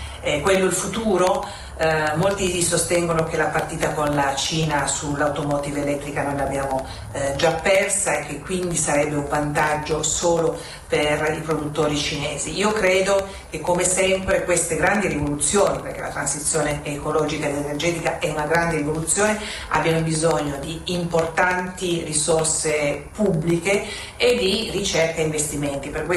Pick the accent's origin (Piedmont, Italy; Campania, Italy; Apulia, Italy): Piedmont, Italy; Turin; Io sono di Torino